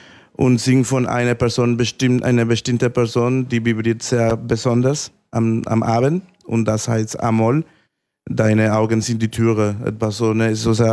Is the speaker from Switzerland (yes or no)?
no; Nicaragua; German is a second language; now in Germany; ich komme aus Nicaragua und Lateinamerika